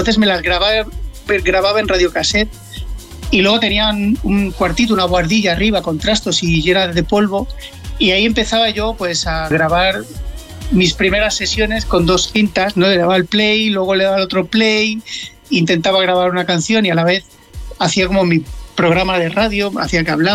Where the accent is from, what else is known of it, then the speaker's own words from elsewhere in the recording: Mallorca, Balearic Islands, Spain; Sí, yo, bueno, vengo de Mallorca